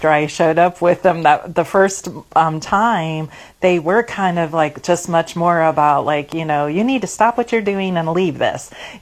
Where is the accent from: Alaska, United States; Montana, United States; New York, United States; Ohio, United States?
Alaska, United States; moved away as an adult; also born or lived in Florida; I grew up here in Alaska. I was born and raised here in Alaska. But I had moved to Florida, where I met my husband.